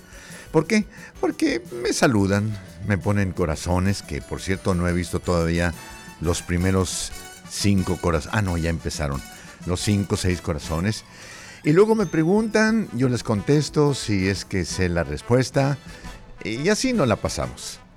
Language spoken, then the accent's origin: Spanish; Tlaltenango, Zacatecas, Mexico; nació su servidor en la bellísima población de Tlaltenango, Zacatecas. Mi tierra natal.